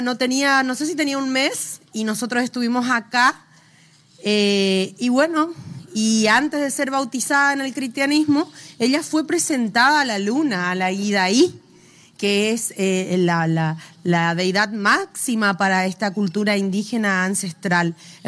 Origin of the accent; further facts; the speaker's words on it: Virasoro, Corrientes, Argentina; Yo vengo de Virasoro, Corrientes, departamento de Santo Tomé.